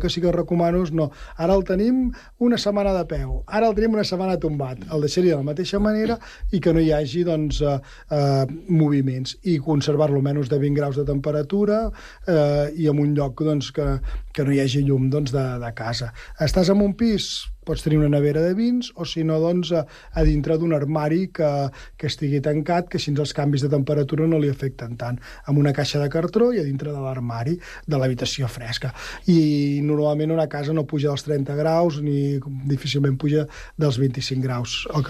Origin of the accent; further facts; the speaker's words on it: Catalonia, Spain; com que som del Penedès